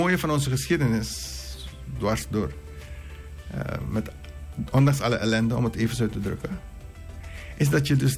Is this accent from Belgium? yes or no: no; Suriname; also born or lived in Netherlands; Ik zeg, ik ben een trotse Surinamer.